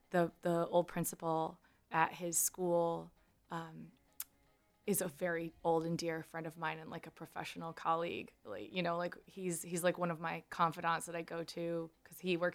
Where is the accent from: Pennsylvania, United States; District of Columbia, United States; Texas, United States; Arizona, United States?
Texas, United States; Austin; I was born here in Austin.